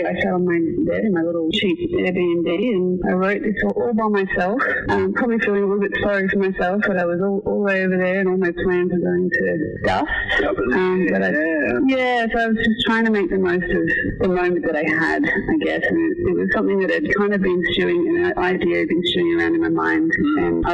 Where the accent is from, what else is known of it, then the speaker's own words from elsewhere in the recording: Victoria, Australia; moved away as an adult; also born or lived in Queensland; I'm actually from Victoria. I grew up there. I was born in the country. I was born in the country and spent 10 years in Melbourne Melbourne at uni. I spent 10 years in Queensland